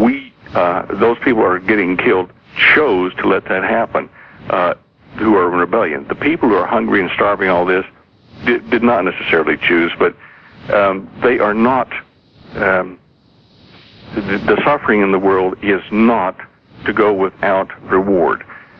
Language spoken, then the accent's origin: English; United States; moved away; I might be 15,000 kilometers away, but I'm still an American.